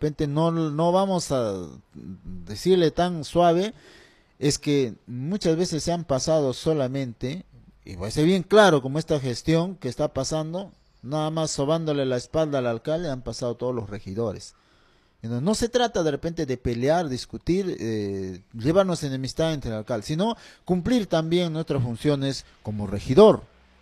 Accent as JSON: {"language": "Spanish", "town": "Pichanaki", "region": "Junín", "country": "Peru", "tie": "born or raised there", "said": "cuando somos netos de Pichanaki"}